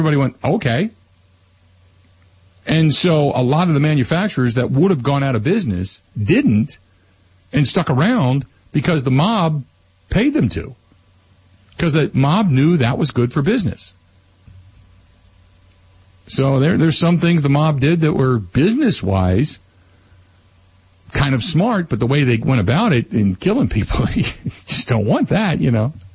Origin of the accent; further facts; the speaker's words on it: Wisconsin, United States; There's a sense of, we are Wisconsinites. One for all and all for one.